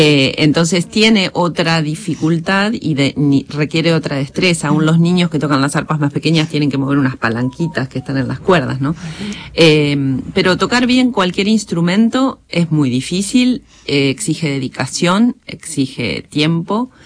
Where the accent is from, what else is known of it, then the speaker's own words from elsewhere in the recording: Concepción del Uruguay, Entre Ríos, Argentina; tanto Victoria como yo, en realidad somos de Concepción del Uruguay, Entre Ríos